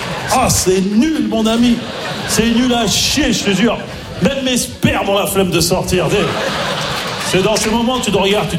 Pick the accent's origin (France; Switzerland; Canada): France; Maisons-Alfort, Île-de-France; parce que j'ai grandi à Maison-Alfort, en plus, tu vois, dans le 9-4, tu vois, j'ai grandi.